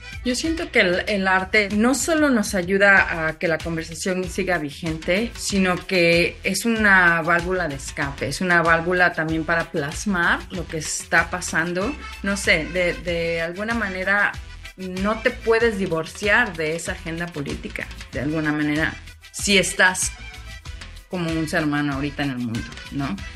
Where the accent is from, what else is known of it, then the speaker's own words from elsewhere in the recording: Mexico; moved away; como mexicana y como vi desde acá